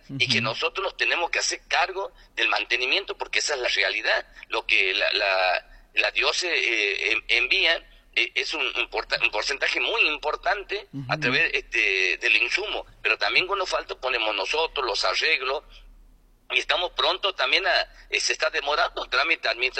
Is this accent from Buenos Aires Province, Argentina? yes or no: no; Loreto, Santiago del Estero, Argentina; nosotros en Loreto?